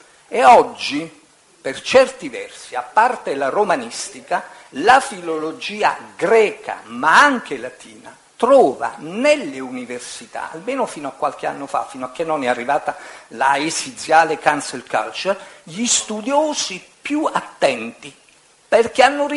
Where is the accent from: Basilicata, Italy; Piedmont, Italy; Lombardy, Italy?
Basilicata, Italy; Muro Lucano; vescovo del mio paese di Muro Lucano?